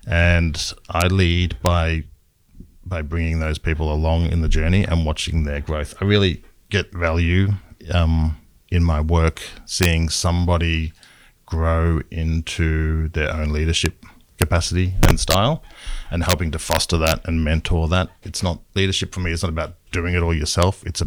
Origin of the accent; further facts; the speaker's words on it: Melbourne, Victoria, Australia; I grew up in Melbourne, but in the eastern suburbs, and a lot of my extended family are from the country